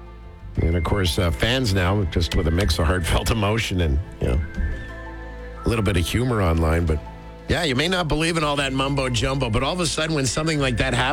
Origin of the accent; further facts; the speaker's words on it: Toronto, Ontario, Canada; born there; moved away; The station I grew up in Toronto. Grew up listening to.